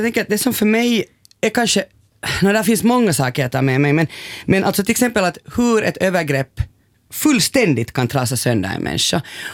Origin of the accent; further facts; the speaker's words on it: Porvoo, Uusimaa, Finland; jag är uppvuxen i Borgå på 80-talet